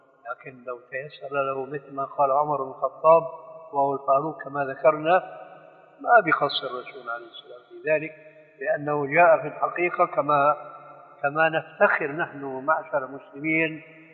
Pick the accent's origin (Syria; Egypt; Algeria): Syria; عندنا في سوريا